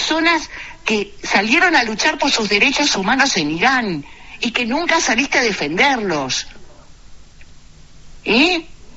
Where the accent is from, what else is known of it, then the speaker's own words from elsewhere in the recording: Uruguay; Yo no solamente hablo por mi pueblo, por la colectividad judía de Uruguay.